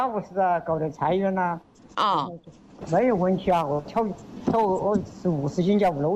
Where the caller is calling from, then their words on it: Anxiang, Hunan, China; 我上个安乡的